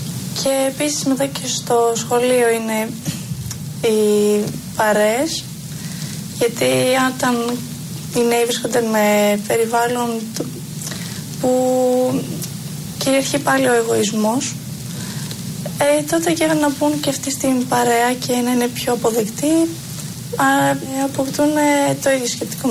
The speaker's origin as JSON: {"language": "Greek", "country": "Greece"}